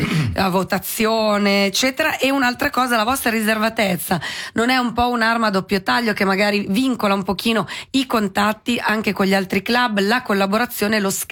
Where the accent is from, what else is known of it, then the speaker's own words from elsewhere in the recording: Sicily, Italy; Italian is a second language; Sono siciliano e sono cresciuto sul confine, ho imparato italiano grazie alla radio, grazie a RSI, insomma quanta fatica